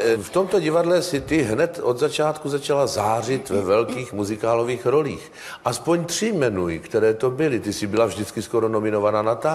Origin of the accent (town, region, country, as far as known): Brno, South Moravian Region, Czechia; moved away